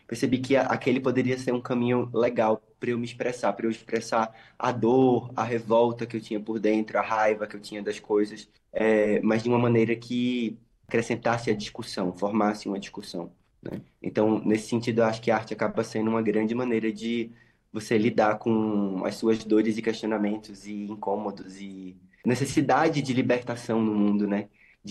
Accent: Recife, Pernambuco, Brazil; eu nasci em Recife, né? E a pessoa que nasce em Recife, em Pernambuco, ela já é desde criança bombardeada com todas as espécies de manifestações culturais que você possa imaginar

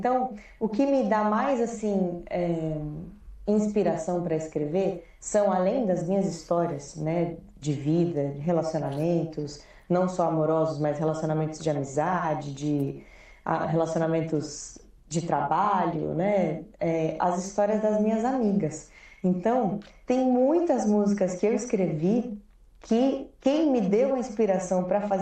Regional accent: Sorocaba, São Paulo, Brazil; Eu sou de Sorocaba, natural de Sorocaba.

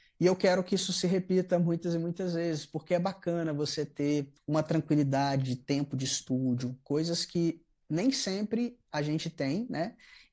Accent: Minas Gerais, Brazil; De Minas Gerais, eu sou mineiro

